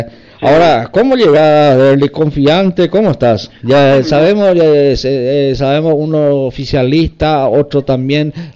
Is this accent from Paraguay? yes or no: yes; Pedro Juan Caballero, Amambay, Paraguay